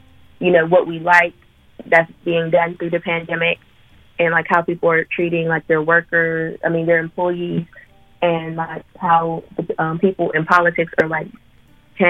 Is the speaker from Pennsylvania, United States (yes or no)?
yes; Rankin, Pennsylvania, United States; And I'm from Rankin.